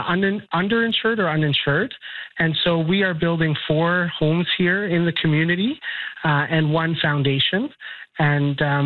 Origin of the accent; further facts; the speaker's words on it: Winnipeg, Manitoba, Canada; I'm from Winnipeg. That's where I live.